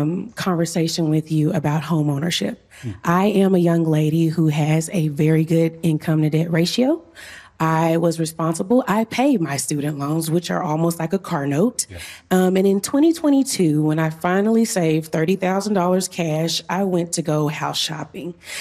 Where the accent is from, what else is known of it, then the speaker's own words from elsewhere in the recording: Tarrant County, Texas, United States; born there; found out I was born in Tarrant County.